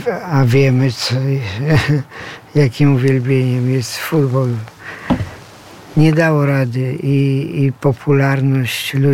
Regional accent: Chorzów, Silesian Voivodeship, Poland; ja też się wychowałem w Chorzowie

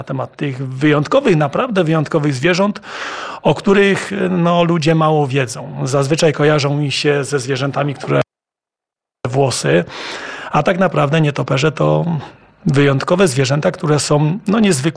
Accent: Lesser Poland, Poland; mieszkam tutaj w sąsiedniej miejscowości, więc no, jestem z Ojcowem związany, można powiedzieć, od urodzenia.

